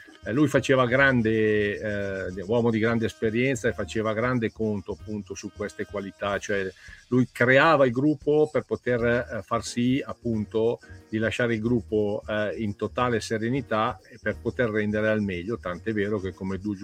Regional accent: Como, Lombardy, Italy; parlavamo un dialetto milanese, cioè che io sono di Como, lui è di Milano.

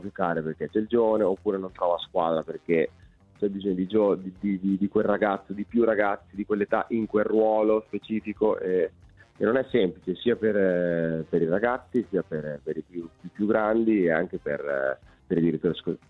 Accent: Ravenna, Emilia-Romagna, Italy; Ma a distanza non tanto, perché alla fine io sono di Ravenna

